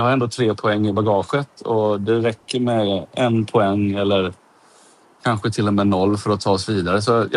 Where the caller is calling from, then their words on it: Sweden; hemma i Sverige